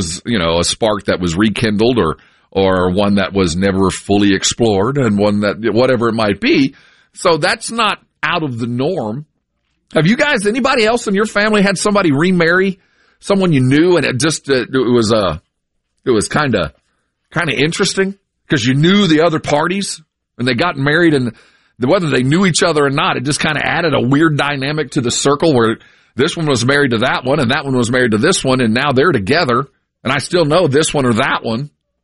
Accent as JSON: {"language": "English", "town": "San Antonio", "region": "Texas", "country": "United States", "said": "I'm from San Antonio."}